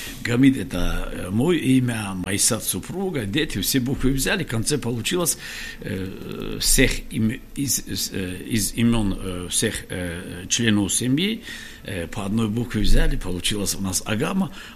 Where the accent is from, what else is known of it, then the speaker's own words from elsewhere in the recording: Kharbuk, Dagestan, Russia; мехарбукцы, я родом из Харбука. Металл у нас как пластилин слушается в руках